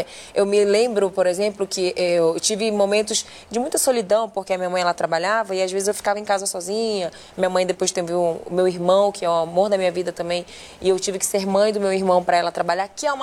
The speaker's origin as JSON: {"language": "Portuguese", "town": "Manaus", "region": "Amazonas", "country": "Brazil", "tie": "born there", "said": "Eu nasci em Manaus"}